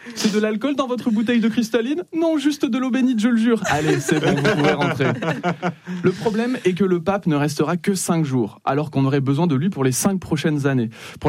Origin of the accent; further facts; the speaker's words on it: Metz, Grand Est, France; now in Paris, France; Parce que oui, j'ai grandi à Metz